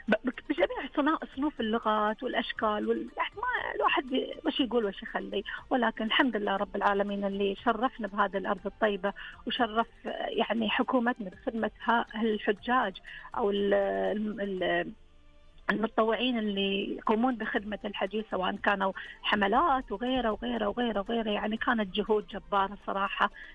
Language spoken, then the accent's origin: Arabic; Saudi Arabia; احنا سعوديين